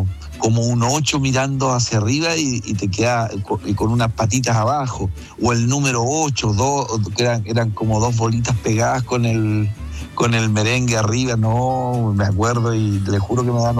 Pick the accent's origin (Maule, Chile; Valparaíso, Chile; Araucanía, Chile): Maule, Chile; Villa Alegre; moved away; also born or lived in Santiago; me vine de la zona de Villa Alegre a estudiar a Santiago